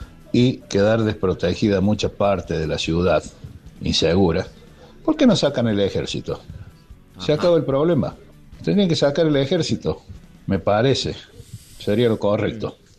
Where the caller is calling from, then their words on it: Argentina; de Vito Dolores.